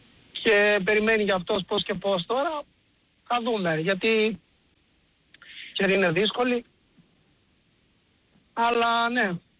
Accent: Crete, Greece; Μάξιμο, είμαι από Κρήτη, τηλεφωνώ.

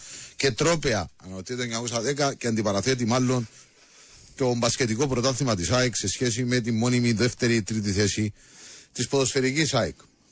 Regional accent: Akaki, Nicosia District, Cyprus; από τα Ακάκιν και ψήφισα Λήφη Δίαν.

